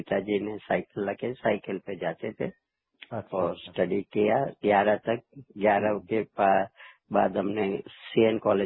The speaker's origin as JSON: {"language": "Hindi", "town": "Ahmedabad", "region": "Gujarat", "country": "India", "tie": "born there", "said": "तो मेरा तो जन्म अहमदाबाद में हुआ था"}